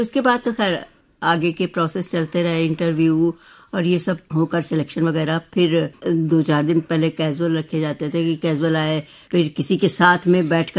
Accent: Lucknow, Uttar Pradesh, India; हम लखनऊ में पैदा हुए और लखनऊ में ही है।

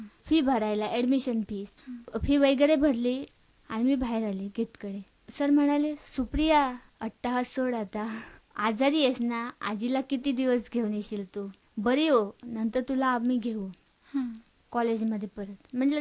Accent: Madkhol, Maharashtra, India; माझं गाव माडखोल दडाखोऱ्याच्या कुशीत वसलेलं.

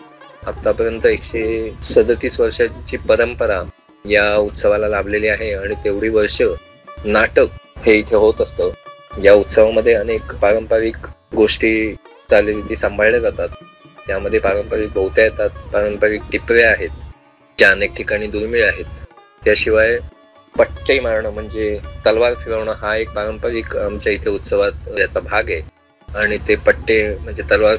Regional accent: Maharashtra, India; आमच्या गोळक गावामध्ये आहे.

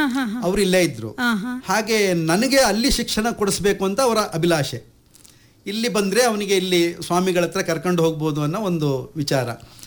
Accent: Karnataka, India; ನಮ್ಮ ಹಳ್ಳಿಯ ಊರಿನ ಪಕ್ಕದಲ್ಲಿ ಬ್ರಹ್ಮಾವರ ಭಾರ್ಕೂರ್ ಅಂತ ಇದೆ.

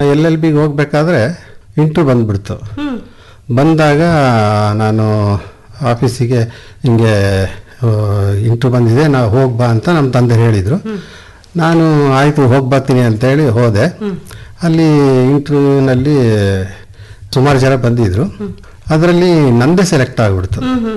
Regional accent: Hiriyur, Karnataka, India; moved away as an adult; also born or lived in Madikeri; ನಾನು ಚಿತ್ರದುರ್ಗ ಜಿಲ್ಲೆ ಹಿರಿಯೂರು ತಾಲೂಕು ವಾಣಿವಿಲಾಸ್ಪುರ ಗ್ರಾಮದವರು.

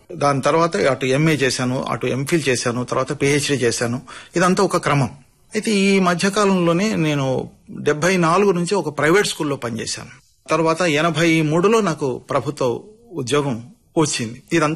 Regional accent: Kamareddy, Telangana, India; కామారెడ్డి అప్పుడు అది ఉమ్మడి నిజామాబాద్ జిల్లాలో ఉండేది. అట్లాంటి కుటుంబంలో పుట్టిన తర్వాత 10వ తరగతి తర్వాత చదువుకునే అవకాశం లేదు నాకు, ఎందుకంటే మా కుటుంబ పరిస్థితులు.

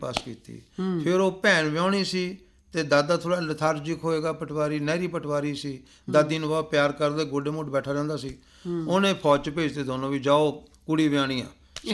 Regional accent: Sanaur, Punjab, India; born there; also born or lived in Patiala; ਸਨੌਰ ਮੇਰੇ ਡੈਡੀ ਦੀ ਮਾਸੀ ਸੀਗੀ, ਉੱਥੇ 55 'ਚ ਮੇਰਾ ਬਰਥ ਹੋਇਆ, 60 'ਚ ਮੇਰੇ ਛੋਟੇ ਭਰਾ ਦਾ ਬਰਥ ਹੋਇਆ। ਫਿਰ ਅਸੀਂ ਪਟਿਆਲੇ ਸ਼ਿਫਟ ਕਰ ਗਏ

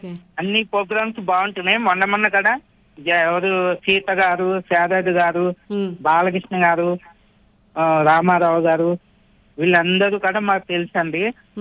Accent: Vakkalanka, Andhra Pradesh, India; మా ఊరు వక్కలంక అగ్రహారం అండి, అమలాపురము కోనసీమ మాది.

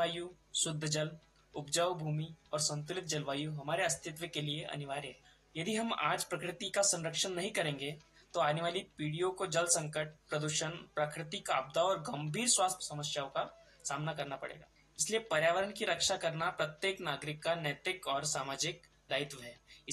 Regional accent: Betul, Madhya Pradesh, India; और मैं एक बैतूल की छोटे से गांव बासनेर खुर्द का निवासी हूँ।

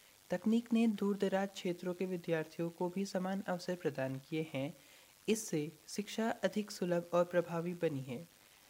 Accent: Almora, Uttarakhand, India; और मैं यहीं अल्मोड़ा का रहने वाला हूँ।

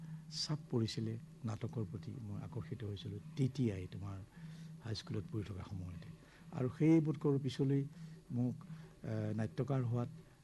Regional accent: Tezpur, Assam, India; তেজপুৰত মোৰ শৈশৱ কৈশোৰৰ এটা সুস্থ বুনিয়াদ গঢ়ি উঠিছিলে বুলি মই নিজকে ভাগ্যৱান বুলি ভাবোঁ।

